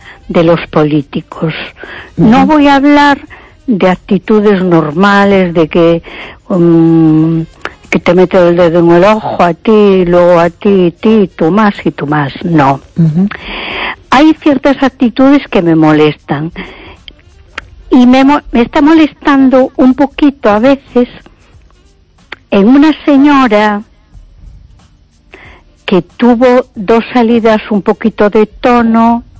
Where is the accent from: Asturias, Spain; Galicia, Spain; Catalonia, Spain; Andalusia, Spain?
Galicia, Spain; A Coruña